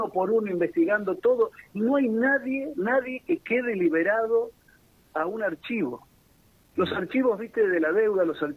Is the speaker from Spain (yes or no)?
no; Argentina